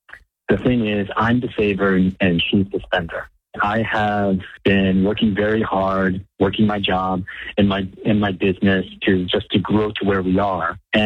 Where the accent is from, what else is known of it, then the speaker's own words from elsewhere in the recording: San Jose, California, United States; also born or lived in Korea; I was born in Korea, but I was raised in San Jose.